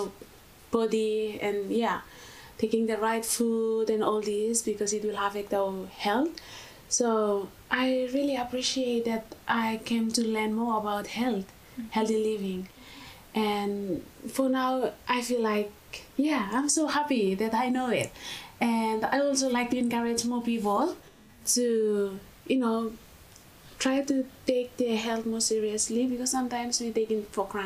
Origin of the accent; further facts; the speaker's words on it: Vanuatu; moved away as an adult; now in Kangaroo Valley, Australia; I'm from Vanuatu.